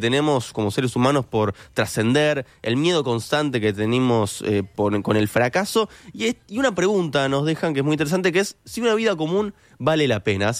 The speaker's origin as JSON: {"language": "Spanish", "region": "Canary Islands", "country": "Spain", "moved": "yes", "lives_now": "Uruguay", "said": "un alfajor canario, así que estoy satisfecho porque mi tierra está representada."}